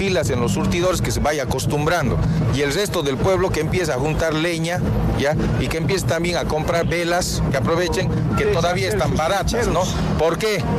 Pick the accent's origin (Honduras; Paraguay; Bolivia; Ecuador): Bolivia